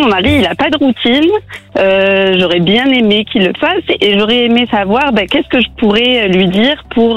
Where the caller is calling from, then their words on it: Senlis, Occitanie, France; Je viens de Senlis.